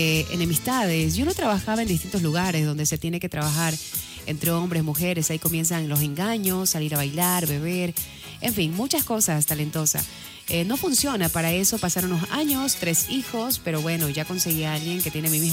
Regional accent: Naranjito, Guayas, Ecuador; La gente de mi hermoso cantón Naranjito

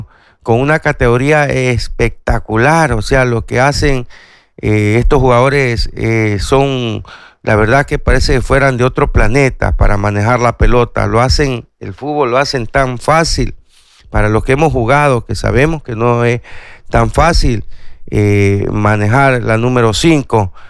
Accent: Ecuador; Somos los ecuatorianos que triunfamos

